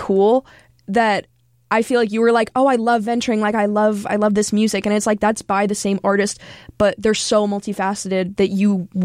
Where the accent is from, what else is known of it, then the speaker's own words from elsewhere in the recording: Chicago, Illinois, United States; now in New York, United States; I'm from Chicago